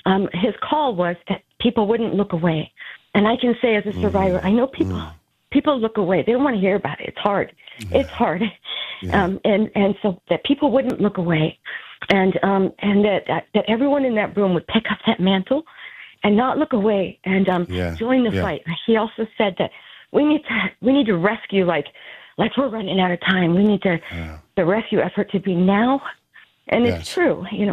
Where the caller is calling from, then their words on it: Spokane, Washington, United States; I'm from Spokane. Last night, I was able to attend an event with our local sex trafficking agency here